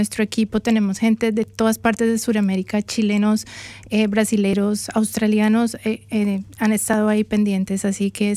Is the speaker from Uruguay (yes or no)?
no; Bogotá, Colombia